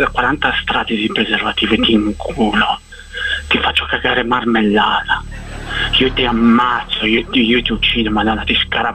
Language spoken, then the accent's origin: Italian; Asti, Piedmont, Italy; Sono di Asti